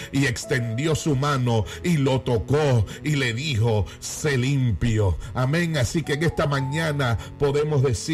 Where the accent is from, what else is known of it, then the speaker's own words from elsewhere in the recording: Puerto Rico; Aquellos que somos puertorriqueños o latinoamericanos, entendemos, ¿verdad?, que es parte de nuestra cultura y de nuestra costumbre